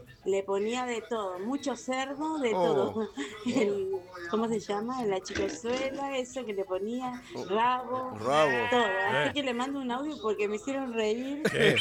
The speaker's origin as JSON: {"language": "Spanish", "region": "Buenos Aires", "country": "Argentina", "tie": "born there", "said": "Yo no soy de ninguna provincia."}